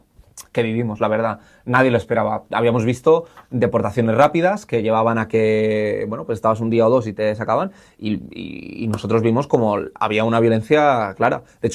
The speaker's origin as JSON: {"language": "Spanish", "town": "Salamanca", "region": "Castile and León", "country": "Spain", "said": "Yo que soy de Salamanca, pues me salió la vena charra"}